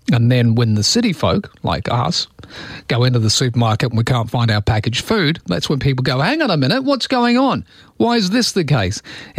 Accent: Perth, Western Australia, Australia; moved away; also born or lived in Maylands; this house that I grew up in Inglewood in 9th Avenue, top of the hill

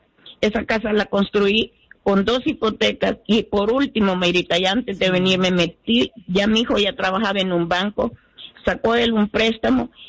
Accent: El Salvador; moved away; Yo me vine para estar bien joven. Yo me vine buscando los dólares. Yo me vine por la guerra que había en El Salvador.

